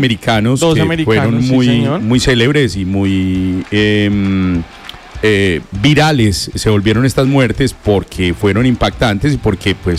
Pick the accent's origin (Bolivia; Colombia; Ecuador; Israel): Colombia; se nos olvida que somos colombianos